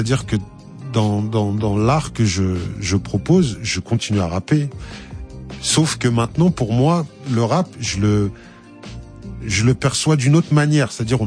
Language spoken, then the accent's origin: French; Aulnay-sous-Bois, Île-de-France, France; je viens d'Aulnay